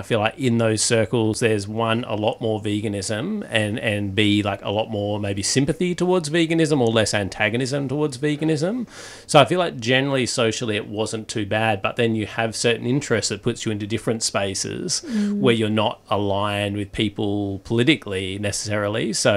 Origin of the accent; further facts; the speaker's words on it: Perth, Western Australia, Australia; now in Melbourne, Australia; So I'm from Perth originally, which is, and you know, is more socially conservative than Melbourne. I now play ice hockey in Melbourne